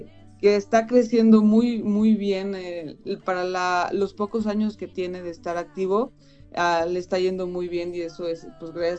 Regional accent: Zacatecas, Mexico; en Zacatecas, de donde soy originaria

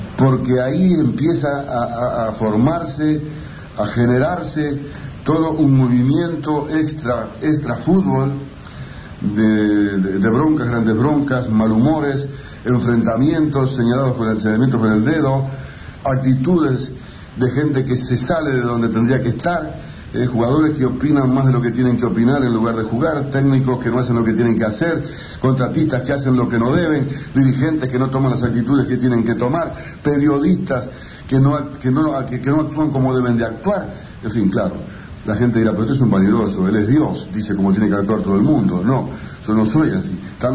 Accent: Uruguay; si somos uruguayos en materia de fútbol tengo varias

